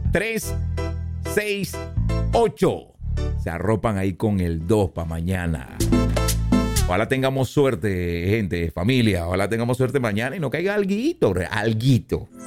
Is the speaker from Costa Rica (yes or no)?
no; Panama; No, no, así somos los panameños.